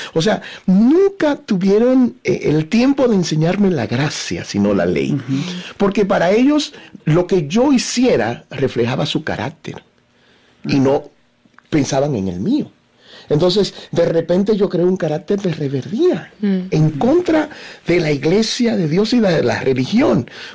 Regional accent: Dominican Republic; yo soy de una isla, yo soy dominicano.

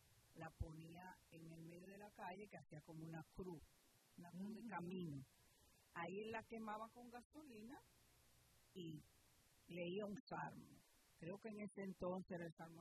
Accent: Dominican Republic; en mi país dominicano le dicen colmado

